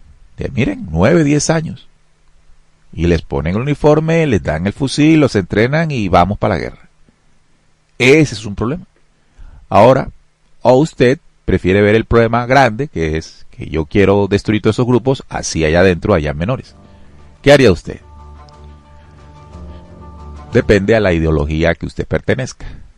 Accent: Colombia; nosotros como colombianos

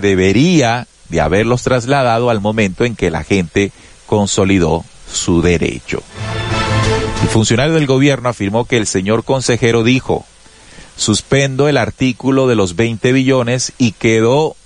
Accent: Colombia

